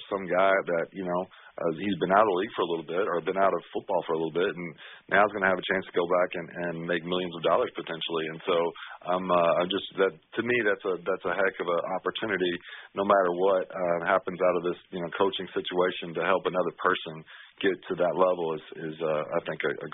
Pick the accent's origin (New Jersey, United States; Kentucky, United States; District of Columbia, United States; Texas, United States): Kentucky, United States; Louisville; to give this my hometown city a chance to win a championship and bring a trophy back to Louisville.